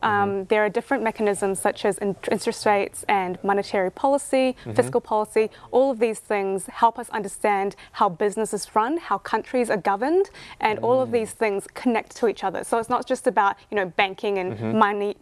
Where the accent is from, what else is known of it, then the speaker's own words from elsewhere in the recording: New Zealand; also born or lived in Thailand; for me, I grew up in New Zealand mm-hmm. and Thailand.